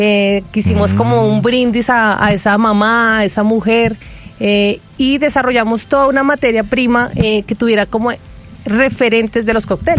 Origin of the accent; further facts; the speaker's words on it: Colombia; como acá colombiano le decimos